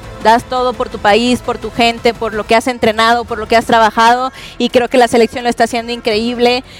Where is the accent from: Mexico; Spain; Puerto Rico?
Mexico; Como sabemos celebrar, como nos encanta siempre decir que somos de México y lo orgulloso que somos de este país.